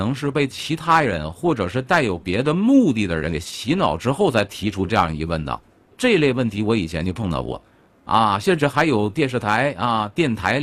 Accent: China; 我们中国人

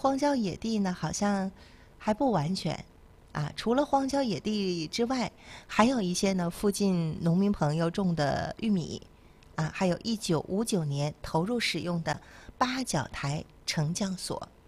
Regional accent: Jinzhou, Liaoning, China; 作为锦州人啊

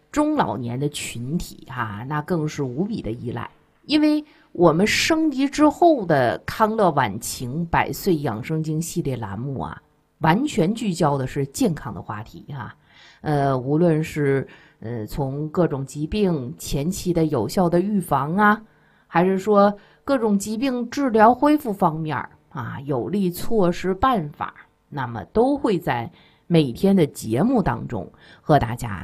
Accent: China; 毕竟呢，我们中国人有自己的体质的特点哈，更有自己的传统文化的延续

